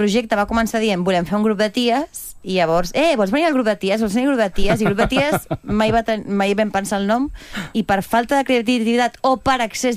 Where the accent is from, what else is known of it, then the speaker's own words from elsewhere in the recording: Catalonia, Spain; però cantem en català perquè som catalanes, i a vegades pensem i sentim en català